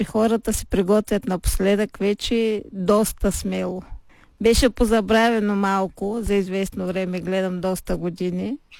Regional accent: Parvomay, Plovdiv Province, Bulgaria; now in Hristo Milevo, Bulgaria; аз съм от Първомай и цял живот оранжерии гледахме

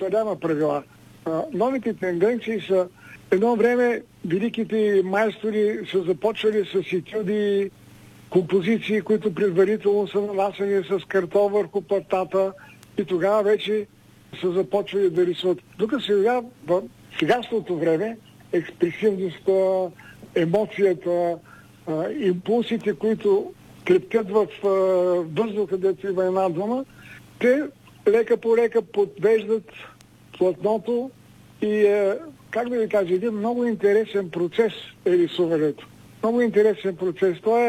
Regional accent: Plovdiv, Plovdiv Province, Bulgaria; moved away as an adult; also born or lived in Parvomay; Пловдив е моя родния град, който аз безкрайно много обичам. Там съм израствал, всъщност аз съм роден в Първомай. Бил съм на 4 или 5 години, когато баща ми се привества в семейството ни, семейство в Пловдив. И имах възможността да живея на пъпа на Пловдив

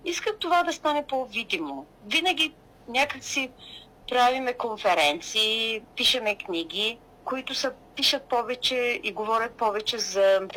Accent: Razgrad, Razgrad Province, Bulgaria; moved away as an adult; now in Istanbul, Turkey; когато бях на 18 години, трябваше да напуснем родния ми град, който е Разград, и родната ни къща. И просто се намерихме в един друг град, в Истанбул, в Турция, където все още живея и преподавам.

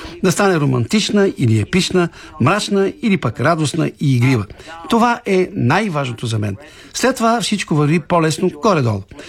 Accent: Sofia, Sofia City, Bulgaria; в родния ми град София

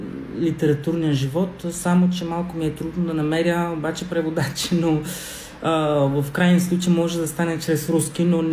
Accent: Sanlúcar de Barrameda, Andalusia, Spain; Bulgarian is a second language; now in Bulgaria; Даже в моя роден град има един писател, който е до някъде бил известен тук в България

